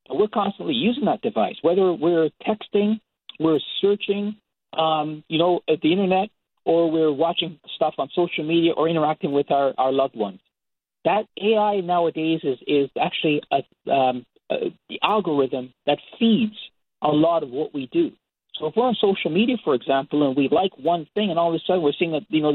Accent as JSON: {"language": "English", "town": "Toronto", "region": "Ontario", "country": "Canada", "said": "I'm from Toronto, Canada."}